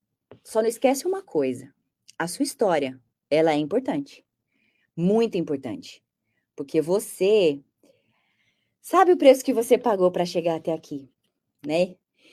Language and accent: Portuguese; Brazil; sou brasileira com muito orgulho.